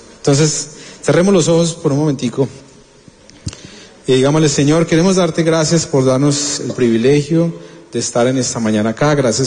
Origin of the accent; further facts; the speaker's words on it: Colombia; nosotros como colombianos